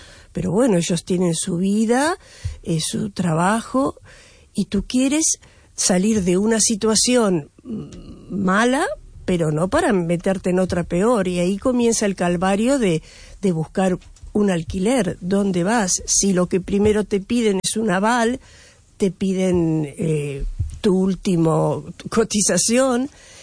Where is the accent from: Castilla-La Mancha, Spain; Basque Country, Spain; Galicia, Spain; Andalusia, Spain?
Galicia, Spain; Mos; now in Vigo, Spain; Sí, yo soy de Mos y vivo ahora actualmente con mi hija.